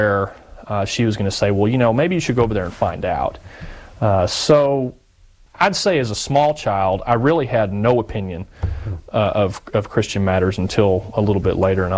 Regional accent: Arkansas, United States; You know, I grew up in an area where the Catholic Church was not a very prominent church. I grew up in Northwest Arkansas.

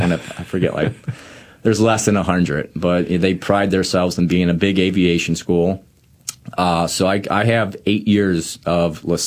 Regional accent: Ferguson, Missouri, United States; I'm from Ferguson. My parents are both from really? Ferguson, Missouri. So we grew up at a parish that I still call it.

